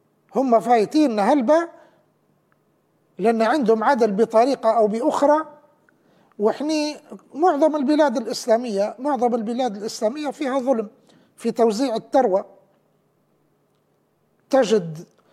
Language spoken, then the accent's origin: Arabic; Libya; احني بدل كلنا كليبيين كلنا واني منكم